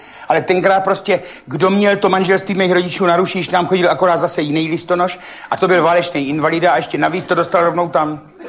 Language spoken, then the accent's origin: Czech; Řicmanice, South Moravian Region, Czechia